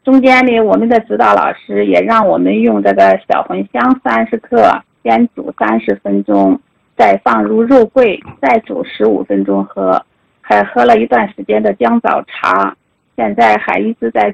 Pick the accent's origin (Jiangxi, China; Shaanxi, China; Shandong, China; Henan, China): Henan, China; Luohe; 我来自河南，